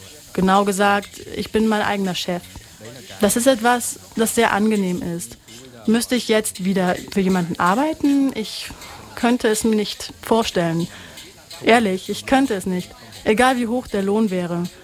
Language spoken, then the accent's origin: German; Vietnam; now in Germany; Wir sind in Vietnam geboren und aufgewachsen. Aber für mich und meine Generation gibt es immer etwas, was uns an die Heimat erinnert, um ehrlich zu sein.